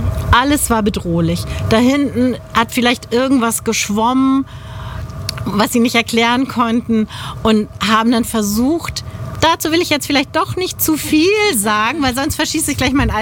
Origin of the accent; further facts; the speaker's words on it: Hamburg, Germany; Also generell bin ich schon sehr dem Wasser und dem der Seefahrt sehr verbunden, als Hamburger Dern wieder.